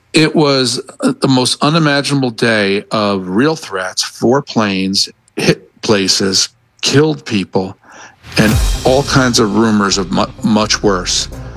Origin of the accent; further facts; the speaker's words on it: New York, United States; I mean, I'm a New Yorker, and my family lost people, not my family members, but my parents lost people that they knew.